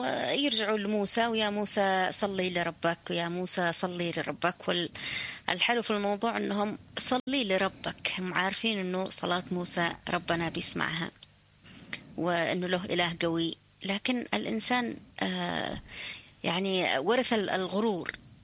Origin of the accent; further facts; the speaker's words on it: Yemen; عندنا في اليمن والأماكن الاستوائية